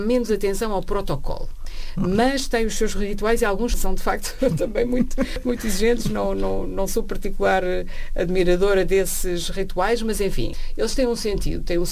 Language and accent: Portuguese; Alentejo, Portugal; Ora, eu, que sou alentejana, e não digo as neiras em geral